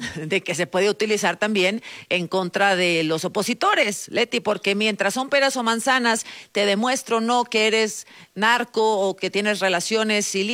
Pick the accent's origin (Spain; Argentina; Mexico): Mexico